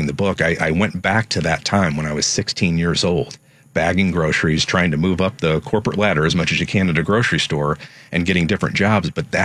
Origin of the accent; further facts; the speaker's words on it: St. Louis, Missouri, United States; St. Louis.